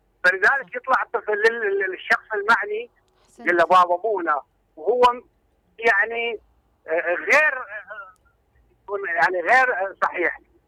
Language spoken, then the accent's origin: Arabic; Iraq; احنا نترحم على الزمن الجميل يعني، خصوصا عندنا بالعراق